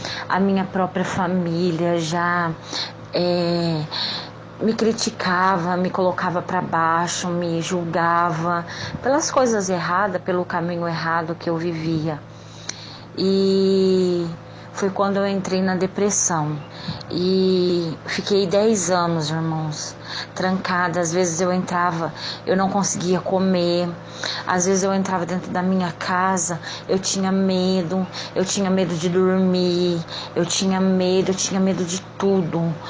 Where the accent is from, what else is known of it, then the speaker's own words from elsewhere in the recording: Fernandópolis, São Paulo, Brazil; sou da cidade de Fernandópolis e congrego na Igreja Pentecostal Deus e Amor